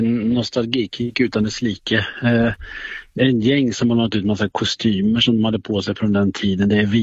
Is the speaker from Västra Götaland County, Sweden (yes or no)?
yes; Skara, Västra Götaland County, Sweden; Jag är uppvuxen i Skara